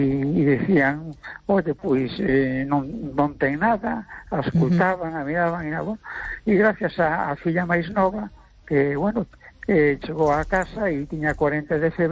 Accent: Galicia, Spain; now in A Coruña, Spain; Donde nací en una aldea, bueno, que no era tanta aldea, porque estaba a otra parte de la ría de Ferrol, a 5 kilómetros.

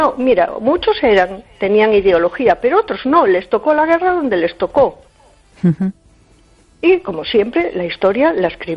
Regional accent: A Coruña, Galicia, Spain; Hola, buenas noches. … de Coruña.

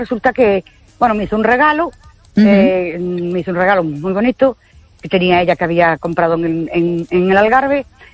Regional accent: Ourense, Galicia, Spain; Buenas noches, perdón, muy … de Ourense.

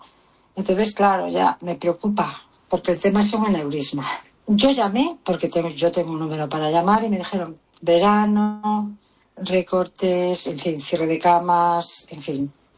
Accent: Vigo, Galicia, Spain; Soy de Vigo, estoy en esta espera para operar

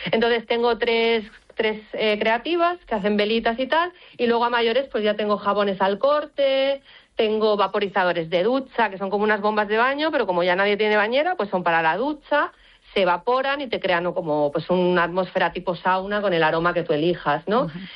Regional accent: Barcelona, Catalonia, Spain; moved away; yo ya sabéis que soy de Barcelona y me tuve que ir

